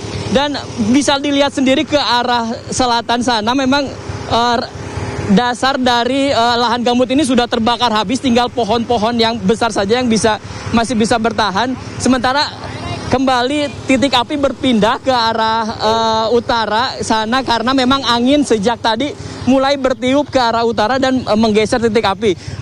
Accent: Java, Indonesia; saya sebagai orang Jawa yang pertama kali datang ke Kalimantan

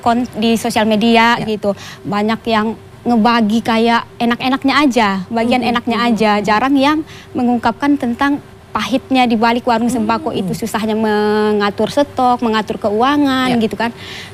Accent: Sumatra, Indonesia; saya kan dari Sumatera ya asalnya itu, terkenalnya itu warung ya warung Medan gitu.

